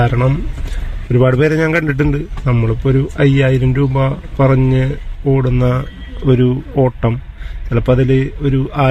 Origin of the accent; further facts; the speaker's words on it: Thrissur, Kerala, India; തൃശ്ശൂരാണ് സ്ഥലം.